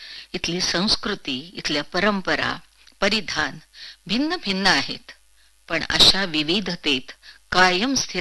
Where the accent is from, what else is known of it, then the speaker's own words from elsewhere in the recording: Hinganghat, Maharashtra, India; हिंगणघाट माझ्या आठवणीतलं लहानपण घालवलेलं माझं लाडकं गाव.